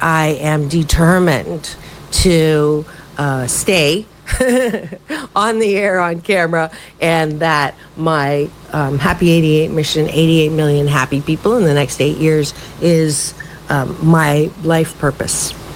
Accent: Canada; born there; I was born in Canada.

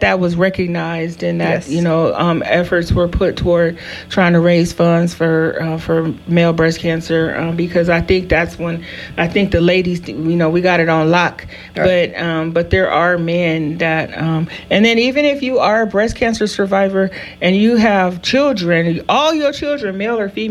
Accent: Chino, California, United States; So Chino, that's in my hometown. All I got to do is roll out of bed and roll around the corner.

